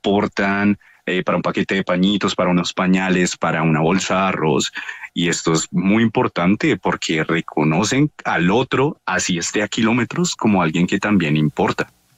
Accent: Colombia; Como hermanos colombianos, como compatriotas.

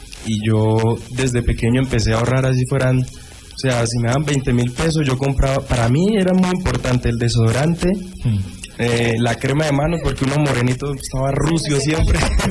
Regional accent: Necoclí, Antioquia, Colombia; moved away; Sí, mi niñez en Necoclí

